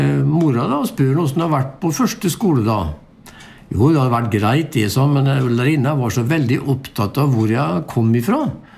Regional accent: Sarpsborg, Østfold, Norway; Så når vi ute og folk spør hvor vi kommer ifra, så sier jeg Skjeberg. Ja. Men så må jeg liksom innimellom følge til, da, det altså i nærheten av Sarpsborg kommune.

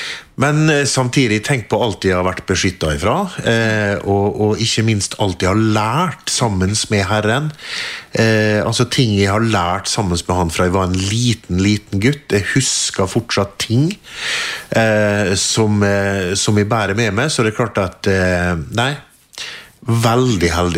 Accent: Molde, Møre og Romsdal, Norway; moved away; Jeg kommer jo fra Molde, født og oppvokst der. Traff ei jente i Bergen og gifta meg og har fått 4 barn.

